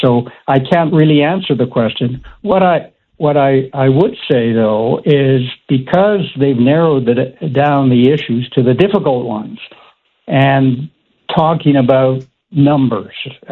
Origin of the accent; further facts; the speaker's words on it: Regina, Saskatchewan, Canada; now in Toronto, Canada; I grew up on Cameron Street